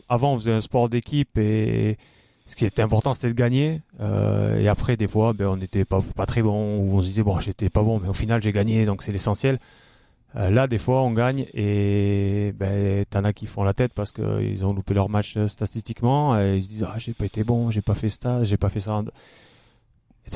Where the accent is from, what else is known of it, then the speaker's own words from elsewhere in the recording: Occitanie, France; moved away; je vais rentrer dans l'Aveyron